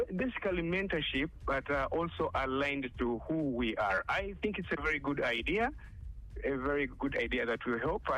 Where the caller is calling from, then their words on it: Mukono, Central Region, Uganda; I'm calling from Republic of Mukono.